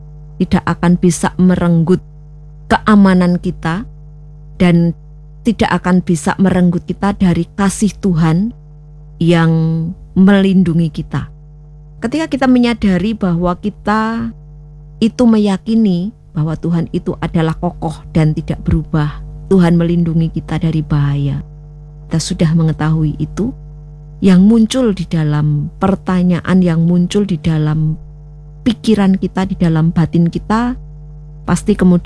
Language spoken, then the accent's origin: Indonesian; East Nusa Tenggara, Indonesia; now in Netherlands; seperti saya itu orang NTT. Kemudian saya tinggal di Belanda.